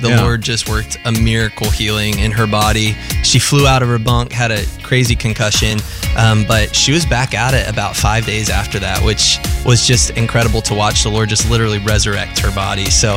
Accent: Texas, United States; I come from Texas and everything's just burnt all the time because it's so hot.

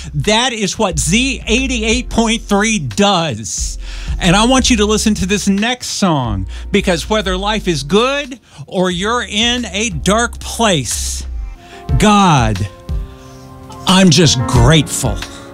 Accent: Kansas City, Missouri, United States; my hometown, Kansas City, Missouri

